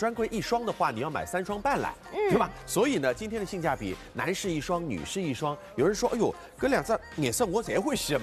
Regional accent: Shanghai, China; 阿拉上海人讲叫 emasa

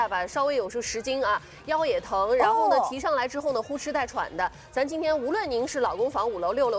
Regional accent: Shanghai, China

